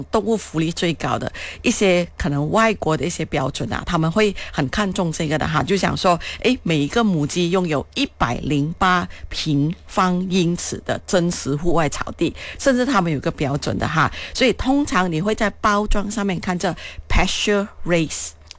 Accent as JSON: {"language": "Chinese", "country": "Malaysia", "said": "我们马来西亚人"}